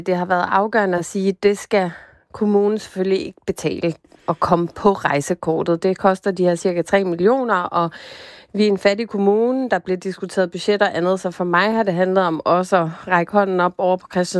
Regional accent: Bornholm, Capital Region of Denmark, Denmark

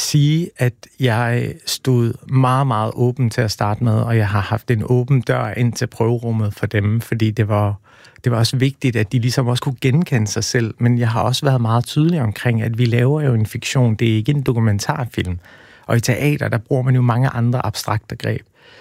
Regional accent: Aarhus, Central Denmark Region, Denmark; jeg er jo selv fra Aarhus, og jeg gik i 10. klasse i Brabrand i Torvshøjskolen

